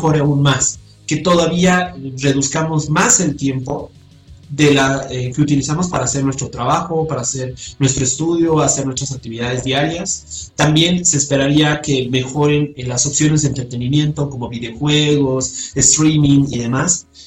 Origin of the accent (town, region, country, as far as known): Bolivia